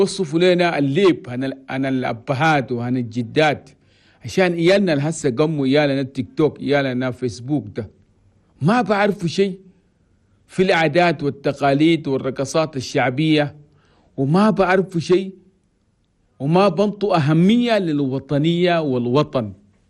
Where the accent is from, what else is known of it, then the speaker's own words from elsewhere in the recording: Chad; بلدنا تشاد